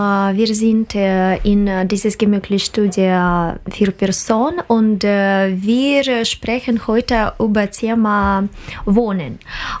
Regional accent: Minsk, Belarus; German is a second language; moved away as an adult; now in Magdeburg, Germany; ich komme aus Minsk, aus Weißrussland.

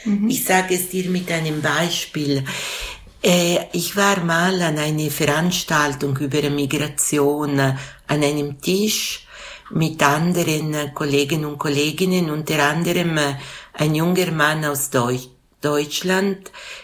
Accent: Switzerland; Ich bin auch eine Schweizerin, aber nicht nur.

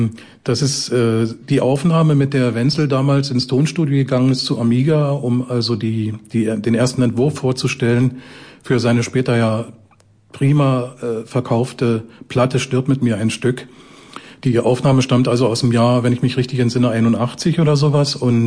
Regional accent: Frankfurt, Brandenburg, Germany; Also ein paar Gedichte zu Frankfurt-Oder, meiner Heimatstadt.

